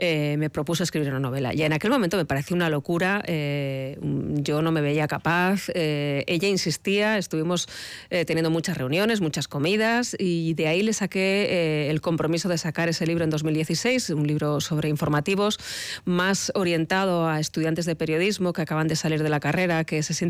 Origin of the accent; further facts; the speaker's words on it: Pamplona, Navarre, Spain; now in Madrid, Spain; cuando pasas el Ecuador de más años en Madrid que en Pamplona, eso duele. Ya. Pero ahí estás reivindicando de dónde eres, de dónde vienes y tu tierra.